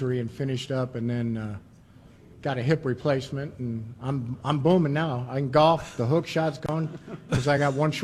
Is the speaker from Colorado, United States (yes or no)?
yes; Denver, Colorado, United States; now in Dallas, United States; my hometown's Denver, and I moved here in 91